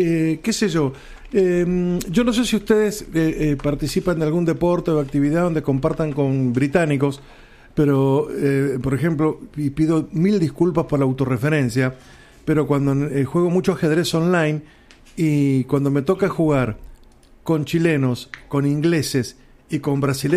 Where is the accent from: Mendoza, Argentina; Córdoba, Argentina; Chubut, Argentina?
Chubut, Argentina; Comodoro Rivadavia; Yo me crié en Comodoro Rivadavia